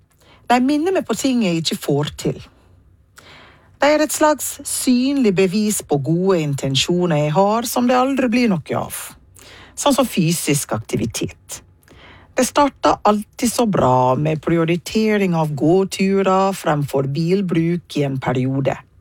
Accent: Jamaica; now in Norway; Ingen kokk med respekt for seg selv lager mat fort i hjemlandet mitt. Det er egentlig i det hele tatt veldig lite prestisje i at ting skal skje så veldig fort der jeg kommer fra.

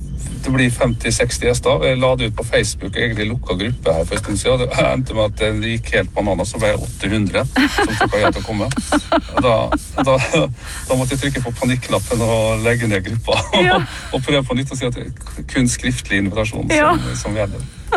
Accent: Molde, Møre og Romsdal, Norway; accent: Molde dialect; Alle som har hørt dialekten min skjønner at jeg kommer fra Molde

